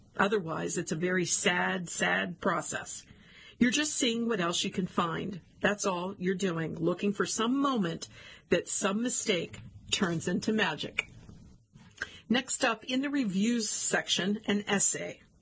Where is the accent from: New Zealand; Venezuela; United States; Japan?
United States; Modesto, California; And I grew up in Modesto. Modesto is a shit-kicker town.